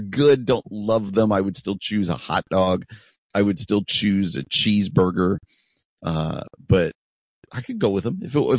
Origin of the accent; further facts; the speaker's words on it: New Jersey, United States; I grew up in New Jersey. I grew up on the East Coast.